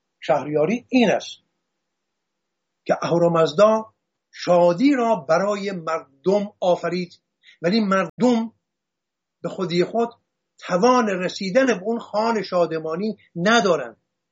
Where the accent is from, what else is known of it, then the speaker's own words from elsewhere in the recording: Hamadan, Iran; born there; در گنجنامه همدان زادگاه من